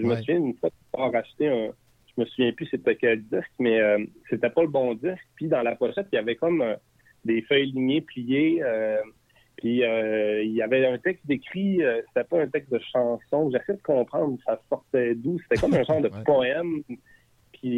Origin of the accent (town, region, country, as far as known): Saguenay, Quebec, Canada; born or raised there